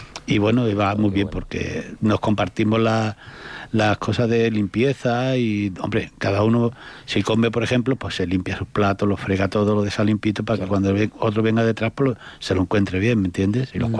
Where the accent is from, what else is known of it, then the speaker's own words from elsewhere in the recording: Morón de la Frontera, Andalusia, Spain; moved away; Yo soy de Sevilla, de Morón de la Frontera.